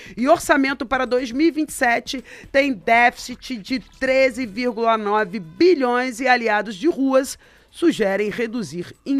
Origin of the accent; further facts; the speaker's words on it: Santos, São Paulo, Brazil; born there; now in Arraial do Cabo, Brazil; Eu nasci em Santos